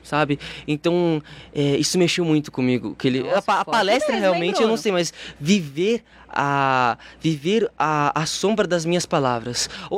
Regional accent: Brazil; O meu sonho é, como brasileiro também, enriquecer cada vez mais a minha voz

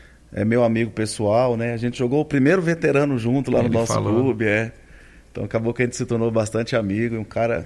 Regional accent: Brasília, Federal District, Brazil; now in Limeira, Brazil; eu sou de Brasília, eu tô aqui desde 96, né? Então hoje eu me considero limeirense

